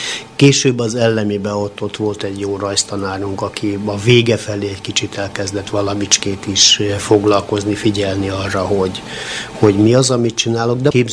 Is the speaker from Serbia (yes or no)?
yes; Horgoš, Vojvodina, Serbia; Én fölműves szülőktől, tehát Horgoson, Vajdaságban, tehát ez Szeged és Szabadka közötti területen születtem. Ennek a maga előnye és hátránya is nyilván ugyanúgy megvolt, hiszen falu volt ennek, ez volt, lazaságot tudott adni nekünk a gyerekkorban